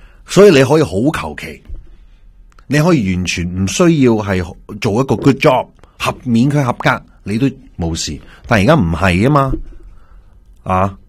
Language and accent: Cantonese; Hong Kong; 如果作为香港人咧，我谂都系九几年啊。